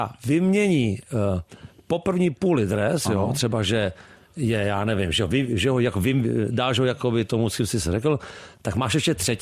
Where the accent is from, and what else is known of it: Prague, Czechia; born or raised there